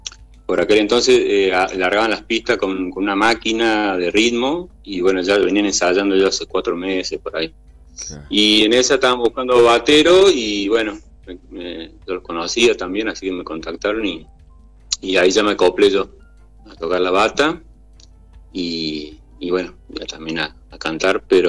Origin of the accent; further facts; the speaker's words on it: Bell Ville, Córdoba, Argentina; moved away as an adult; now in Córdoba, Argentina; yo tengo 48 años, soy del 78, nací. Y bueno, yo soy de Belleville, un pueblo que es a 200 kilómetros de la capital de Córdoba.